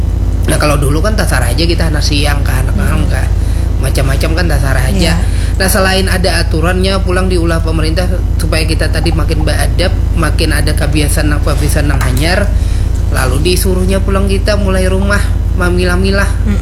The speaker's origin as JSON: {"language": "Indonesian", "region": "South Kalimantan", "country": "Indonesia", "said": "Lawan kalau kita orang Banjar ini atau masyarakat Banjar ini dikenal lawan religiositasnya."}